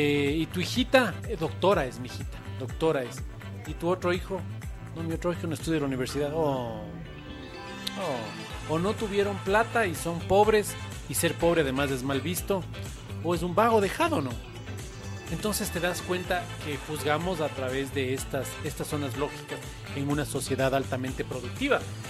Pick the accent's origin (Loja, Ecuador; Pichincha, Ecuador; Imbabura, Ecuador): Pichincha, Ecuador; Quito; Así es como somos los quiteños, sí, señor.